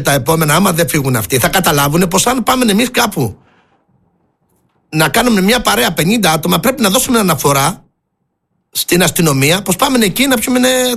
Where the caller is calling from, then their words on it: Crete, Greece